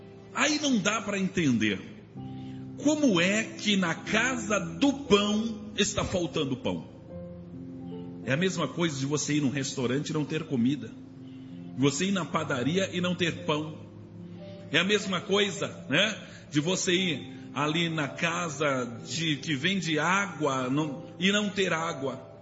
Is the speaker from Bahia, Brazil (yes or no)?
yes; Bahia, Brazil; Eu sou lá do interior da Bahia. E eu morei a 200, não dá nem 500 metros da praia.